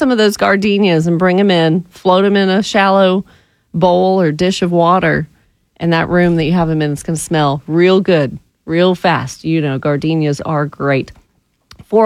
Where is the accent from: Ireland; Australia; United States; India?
United States; Woodstock, Georgia; Woodstock, Georgia.